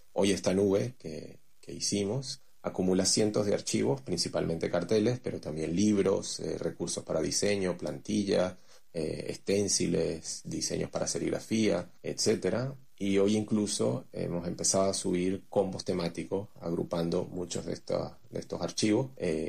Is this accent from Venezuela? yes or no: yes; Caracas, Capital District, Venezuela; soy de Caracas, Venezuela